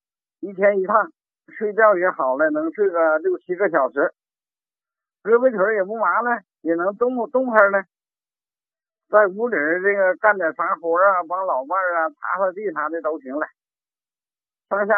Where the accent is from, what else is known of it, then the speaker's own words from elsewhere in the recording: Tangshan, Hebei, China; 哎呀，我是这个唐山的，是您的这个老患者了啊。